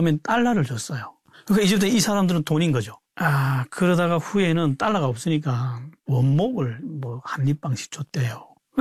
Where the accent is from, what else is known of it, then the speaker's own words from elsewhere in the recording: North Korea; 아 너도 북한에서 왔어 이렇게 대충해서 우리 종이공장 사람들이 다 이렇게 제가 북한에서 온거 알게 됐어요.